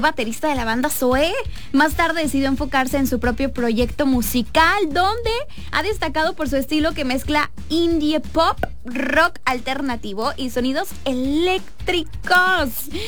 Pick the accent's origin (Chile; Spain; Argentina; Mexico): Mexico; como buen mexicano, dejamos el regalo para el último